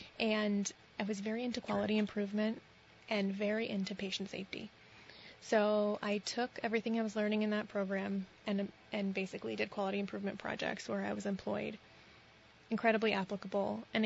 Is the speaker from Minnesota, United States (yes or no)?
no; Sheldon, Vermont, United States; I grew up in Sheldon, Vermont.